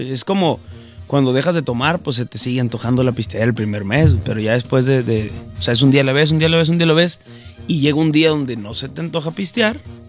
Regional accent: Mexico

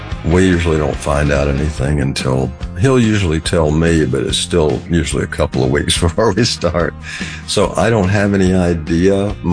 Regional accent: Houston, Texas, United States; now in Los Angeles, United States; I've been out here most of my life, but I came here from Houston

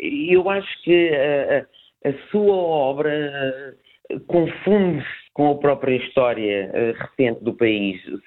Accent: Portugal; Enquanto portugueses.

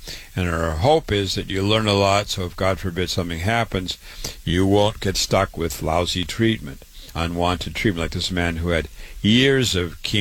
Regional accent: Waterloo, Iowa, United States; born and raised in Waterloo, Iowa, went to public school, university, medical school, real doctor, MD at 25

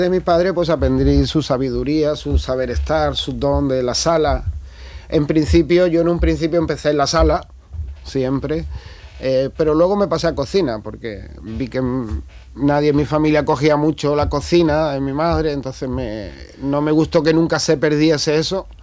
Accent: Arcos de la Frontera, Andalusia, Spain; Me atrae más mi pueblo, Arcos de la Frontera, bien, directamente.

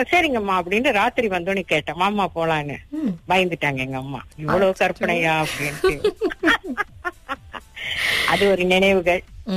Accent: Kuala Lumpur, Malaysia; நான் பிறந்த ஊர் வந்து கோலாலம்பூர் தான். எடிம்ப்ரோ தோட்டம்னு ஒரு தோட்டத்துல பிறந்தேன். 6 வயது வரைக்கும் அந்த ஸ்கூல்ல அங்கதான் இருந்தோம். அதற்கப்புறம் பட்டணத்துக்கு வந்துட்டோம். ஆனா நான் படிச்சதுலாம் எடிம்ப்ரோ தமிழ் பள்ளி.

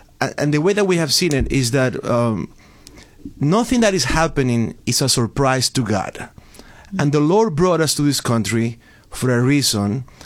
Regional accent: Venezuela; also born or lived in New England / Boston; now in Pittsburgh, United States; I am originally from Venezuela, and my wife and I were in New England, in the New England area, Rhode Island, Connecticut, Massachusetts. We were there for about 10, 12 years.

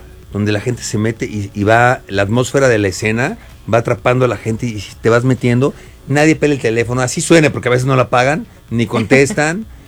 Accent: Querétaro, Mexico; yo invité gente en Querétaro, yo soy de Querétaro, invité gente, mis primos que son de mi edad

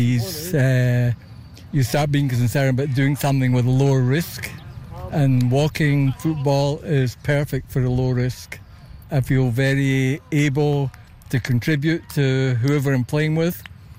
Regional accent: Glasgow, Scotland, United Kingdom; now in Toronto, Canada; Originally from Glasgow.

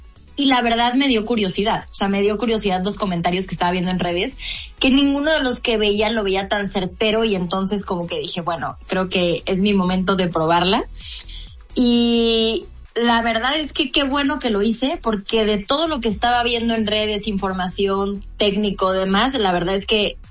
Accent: Hermosillo, Sonora, Mexico; born there; No, nací en Hermosillo, Sonora.

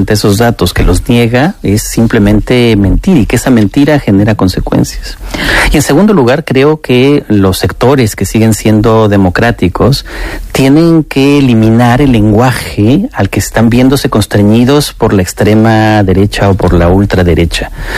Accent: Spain; also born or lived in United States; Bueno, soy también español y no siempre me he sentido en España, tengo que decirlo, absolutamente acogido

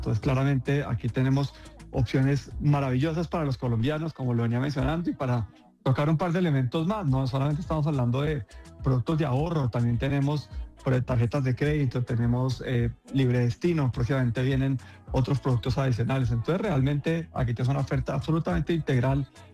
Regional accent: Colombia; creo que es un tema que tenemos que celebrar como colombianos

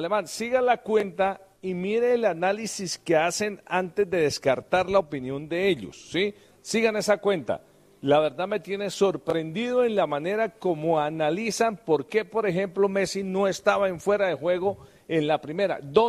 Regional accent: Netherlands; Y soy holandés.

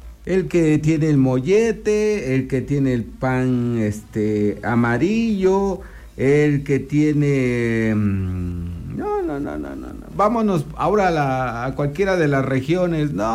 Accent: Oaxaca, Mexico; así somos los oaxaqueños.

